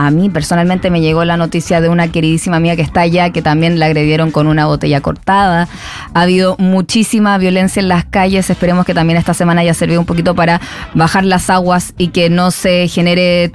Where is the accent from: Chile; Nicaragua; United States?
Chile; Santiago, Santiago Metropolitan Region; now in Argentina; porque en Santiago de Chile, donde yo nací, me crié, tiene a una hora la playa, tiene a una hora la nieve. Es a mí me pasaba cuando chiquita que a veces no podía ir al colegio porque me quedaba atrapada en la nieve.